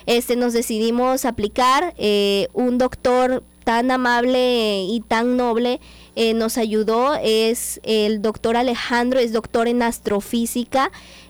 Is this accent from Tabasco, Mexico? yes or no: yes; Cunduacán, Tabasco, Mexico; somos 2 chicos de Cunduacán, Oscar y yo de Cunduacán